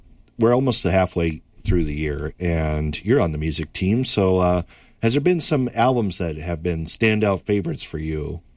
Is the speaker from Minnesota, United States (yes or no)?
yes; Minnesota, United States; born there; not technically my hometown, but part of my home school town thing, Stephen Argyle